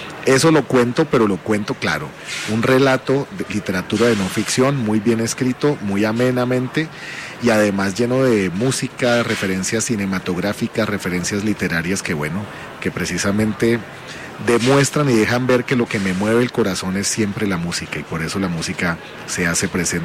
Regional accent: Colombia; nuestro país, un país sufrido, un país violento, pero bueno, un país que no pierde la fe, las ganas de salir adelante, la alegría

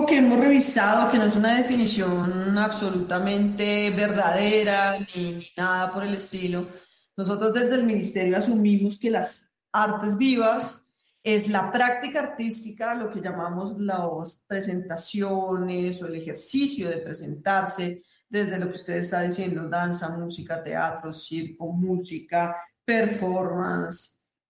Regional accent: Colombia

